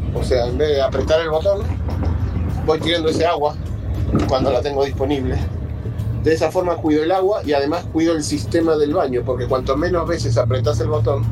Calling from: Aldo Bonzi, Buenos Aires Province, Argentina; de Aldo Bonzi

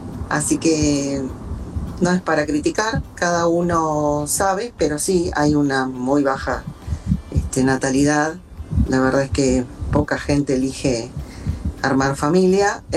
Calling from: Buenos Aires, Argentina; soy de Capital.

